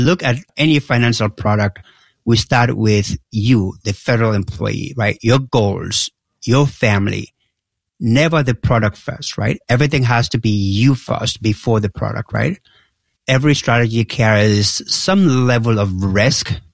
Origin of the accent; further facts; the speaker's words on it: Gambia; now in DMV area, United States; I grew up in Gambia. It's a small country in West Africa